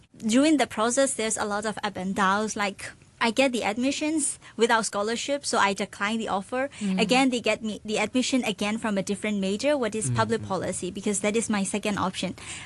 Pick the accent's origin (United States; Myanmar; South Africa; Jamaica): Myanmar; moved away as an adult; now in Hong Kong; the background that I have grown up, Myanmar.